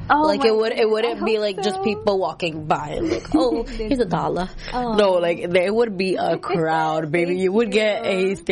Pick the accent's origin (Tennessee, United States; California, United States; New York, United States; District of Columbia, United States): New York, United States; Growing up in New York